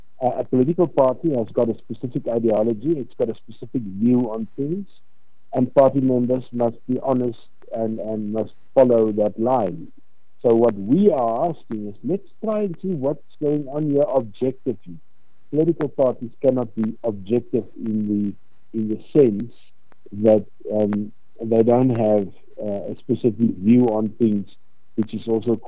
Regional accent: Gauteng, South Africa; I grew up in the Vaal Triangle. In other words, the ward, Everton, is really not far from where I grew up as a child. And I left the Vaal Triangle

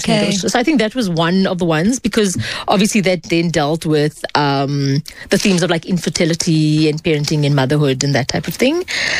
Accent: South Africa; a Muslim woman, Muslim Indian woman growing up in South Africa

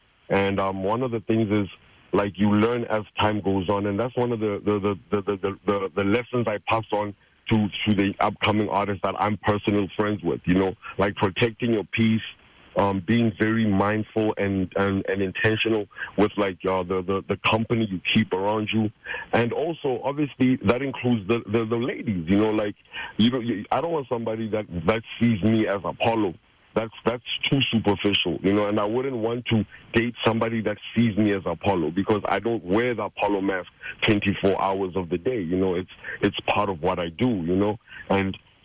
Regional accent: Jwaneng, Southern District, Botswana; You know, I grew up in Jwaneng amongst like a golden era pretty much that, you know, Debswana had ushered in and afforded us, you know. So we had a cosmopolitan, multicultural environment.

